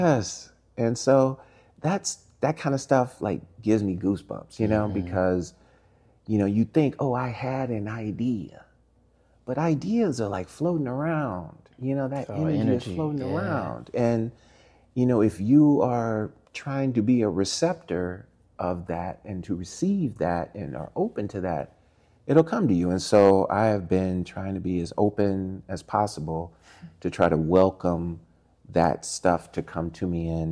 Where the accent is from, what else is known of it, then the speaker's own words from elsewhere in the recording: St. Louis, Missouri, United States; born there; also born or lived in Tennessee; there was one bus that stopped right in front of my house in St. Louis that took me all the way downtown to the main branch of the public library.